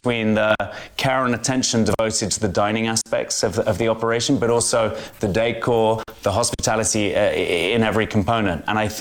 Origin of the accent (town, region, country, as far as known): London, United Kingdom; born or raised there